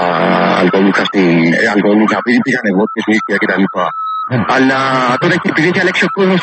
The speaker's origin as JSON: {"language": "Greek", "town": "Arta", "region": "Epirus", "country": "Greece", "said": "Καταγωγή μου είναι από Άρτα."}